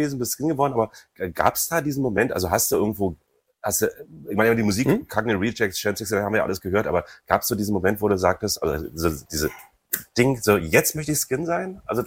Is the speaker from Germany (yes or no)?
yes; Köpenick, Berlin, Germany; Bei mir war es, ich komme ja aus Köpenick und da gab es das Mecklenburger Dorf